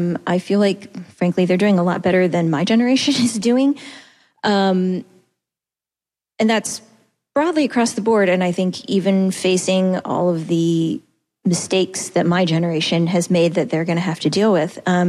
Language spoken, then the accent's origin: English; Boston, Massachusetts, United States; I come from Boston, and even in Boston and around Massachusetts, book bans are an issue.